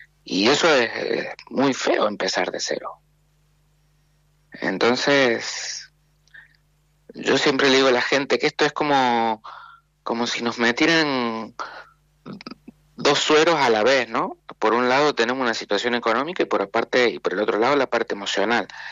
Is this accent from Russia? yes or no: no; Argentina; moved away; Yo me fui de Argentina sobre todo por el problema de seguridad.